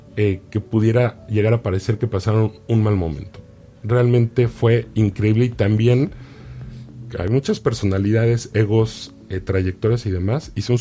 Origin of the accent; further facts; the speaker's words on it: Puebla, Mexico; also born or lived in Mexico City; now in Riviera Maya, Mexico; Yo nací en Ciudad de México, crecí en Puebla y llevo 5 años en Riviera Maya siendo base.